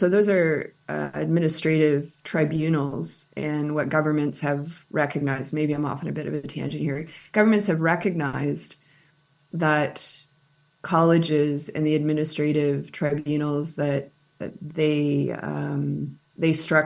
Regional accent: Fredericton, New Brunswick, Canada; I think my hometown of Fredericton was named a year or two ago the Forest City of Canada.

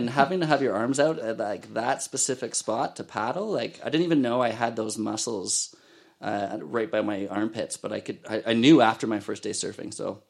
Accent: Ottawa, Ontario, Canada; also born or lived in Kingston / New Zealand / Australia; now in Okanagan, Canada; I moved to the Okanagan in 2017. I'd been hopping around quite a bit. I'm originally from Ottawa.

